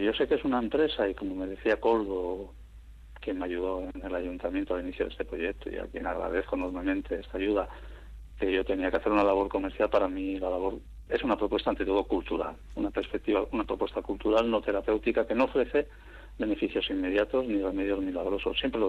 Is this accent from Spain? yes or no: yes; Bermeo, Basque Country, Spain; also born or lived in Barcelona; con mis raíces y con estos proyectos que me llevaron aquí a mi tierra, a Bermeo principalmente, donde fui a parar después de marchar de Barcelona.